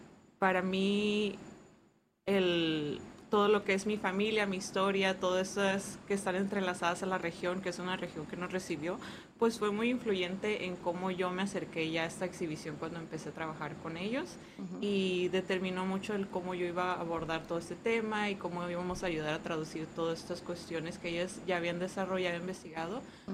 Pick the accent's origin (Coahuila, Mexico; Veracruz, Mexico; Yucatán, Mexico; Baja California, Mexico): Baja California, Mexico; Tijuana; Yo soy originaria de Tijuana, Baja California, México.